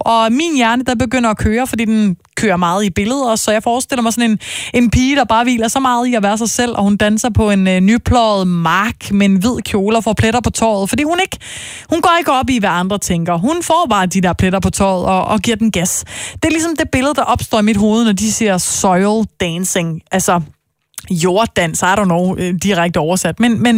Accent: Silkeborg, Central Denmark Region, Denmark; also born or lived in Aarhus; Jeg er født i Aarhus, opvokset i Silkeborg, har gået på efterskole og gymnasiet i Aarhus. Så på den måde lidt en blanding af de to byer, men ikke desto mindre, så er jeg en pige fra Jylland.

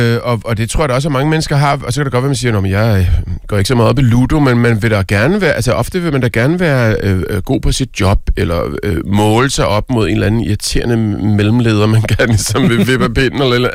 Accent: Herlev, Capital Region of Denmark, Denmark; Jeg er vokset op i Herlev, som er sådan en ishockeyby, fordi der er en skøjtehal.

